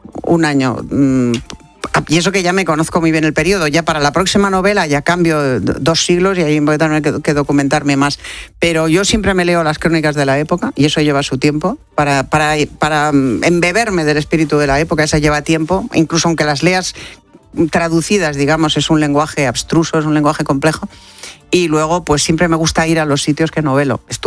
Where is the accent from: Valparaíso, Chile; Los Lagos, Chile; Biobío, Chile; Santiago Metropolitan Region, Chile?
Santiago Metropolitan Region, Chile; Santiago; born there; En Santiago de Chile.